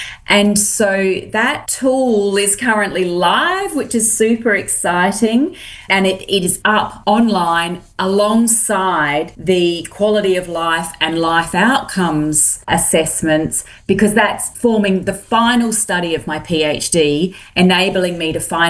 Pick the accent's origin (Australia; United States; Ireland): Australia; Adelaide, South Australia; And how exciting that it's in my hometown of Adelaide too